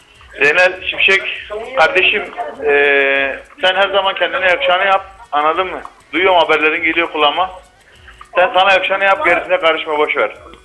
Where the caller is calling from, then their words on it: Aydın, Turkey; Ben Aydın Aşçı'dan arıyorum. Ama şu an park bahçedeyim.